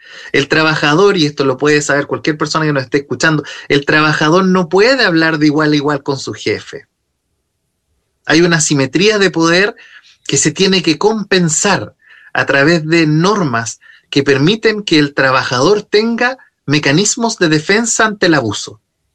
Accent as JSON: {"language": "Spanish", "country": "Chile", "said": "desafíos que tenemos como chilenos y chilenas"}